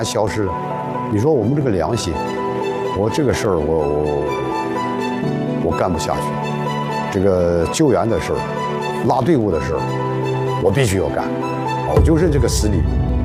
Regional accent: Ankang, Shaanxi, China; 咱是土生土长的安康人，喝着汉江水长大的。

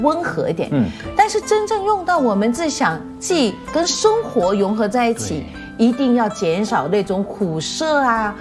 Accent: Guangdong, China; 我们广东人

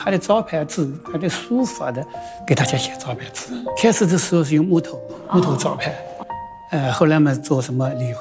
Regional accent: China; 我们中国人

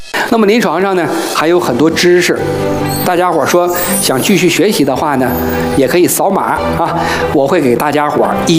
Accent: China; 我们中国人

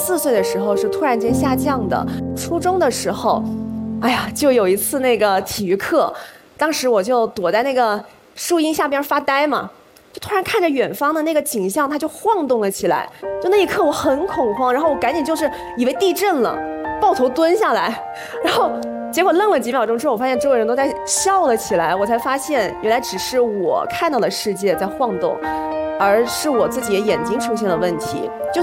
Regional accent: Guangzhou, Guangdong, China; also born or lived in Jiangxi; 我其实老家是江西，生长在广州。

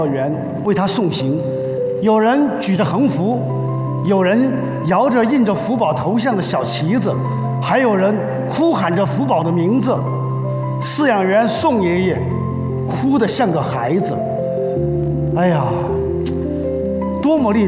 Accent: Sichuan, China; 我们作为一个四川人，我太骄傲了。

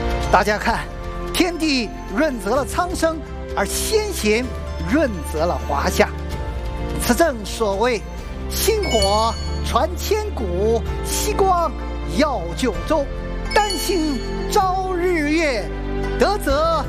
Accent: China

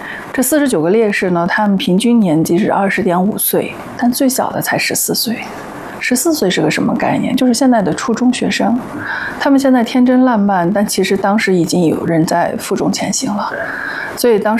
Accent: Shanxi, China; 因为我是个山西人，从小就是听着山西的这个先辈的故事长大

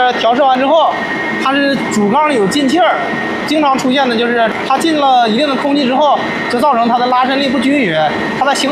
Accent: China; 我们中国人

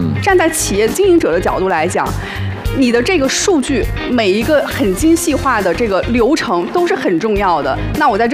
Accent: Pingtan, Fujian, China; moved away as an adult; 因为我的家乡是一个四五线的小城市

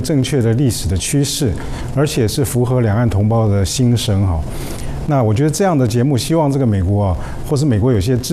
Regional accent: Taiwan; 我们台湾人民

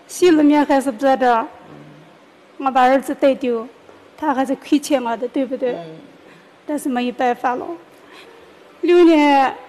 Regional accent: Gansu, China; 我是甘肃的。

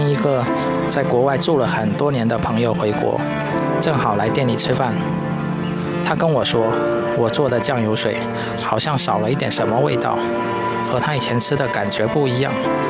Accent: Xiamen, Fujian, China; 是一个土生土长的厦门人。

